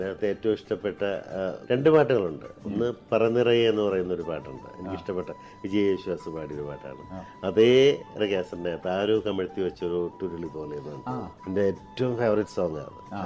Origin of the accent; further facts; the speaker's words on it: Palakkad, Kerala, India; നമ്മൾ മാതൂർ എന്ന് പറയുന്നത് പാലക്കാട് സൈഡിൽ.